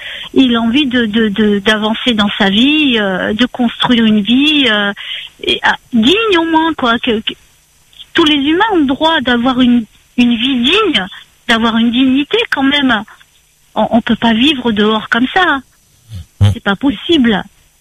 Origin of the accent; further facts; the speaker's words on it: Réunion; on est tous des Réunionnais à La Réunion